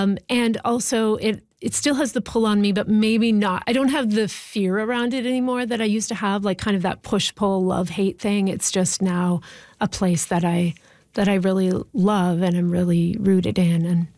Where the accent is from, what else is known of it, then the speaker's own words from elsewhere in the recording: Ontario, Canada; because I grew up in Northern Ontario, but also like rural Northern Ontario in the bush, you know?